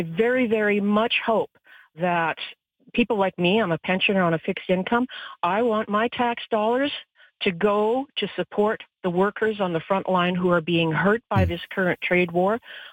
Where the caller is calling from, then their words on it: Winnipeg, Manitoba, Canada; My four grandparents came from the Ukraine as teenagers. My Ukrainian baba used to lecture me with her finger shaking, going, "You be grateful this country." I'm 76 years old, and I have never been prouder